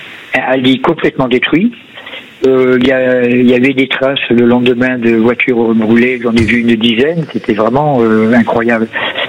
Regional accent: France; Moi, simplement parce que je suis Français, quand je prends le bus pour aller à Marseille

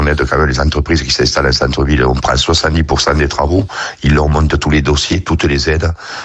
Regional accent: Pamiers, Occitanie, France; Je suis un pur à Pamiers. Je suis né à Pamiers, à Pamiers. Je suis allé à l'école à Pamiers. J'ai travaillé à Pamiers.

